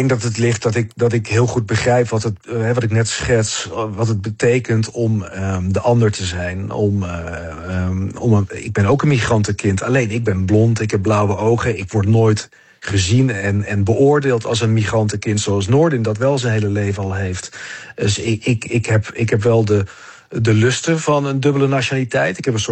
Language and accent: Dutch; Netherlands; Want ik ben weliswaar geboren in Nederland, ik ben hier opgegroeid, je hoort het aan me, ik praat gewoon Nederlands, ik praat niet Vlaams of zo.